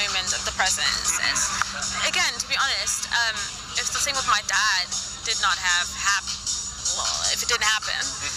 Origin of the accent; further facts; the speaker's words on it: Berlin, Germany; I'm from Berlin.